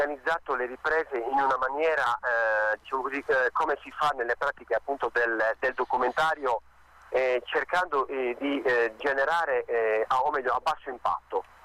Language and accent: Italian; Sardinia, Italy; della mia terra, che quindi parte dalla Sardegna